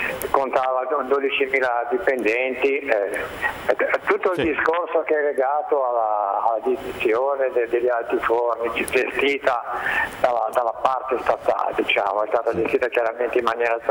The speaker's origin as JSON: {"language": "Italian", "town": "Genoa", "region": "Liguria", "country": "Italy", "tie": "born or raised there", "said": "io sono cresciuto a Conegliano"}